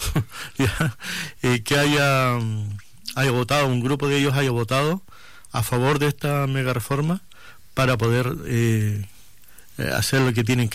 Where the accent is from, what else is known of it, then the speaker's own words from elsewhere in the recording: Chile; yo soy chileno y no voy a negar mi nacionalidad, mi condición de chileno.